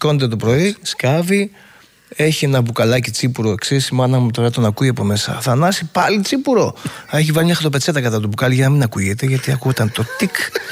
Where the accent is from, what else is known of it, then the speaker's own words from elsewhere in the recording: Piraeus, Attica, Greece; born there; also born or lived in Amygdalia, Phocis; Εγώ γεννήθηκα στον Πειραιά, πήγαινε, ερχόμασταν στο χωριό.